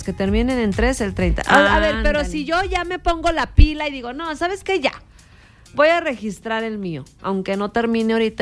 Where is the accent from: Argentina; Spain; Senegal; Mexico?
Mexico; Como mexicana, yo también digo, pues es que no.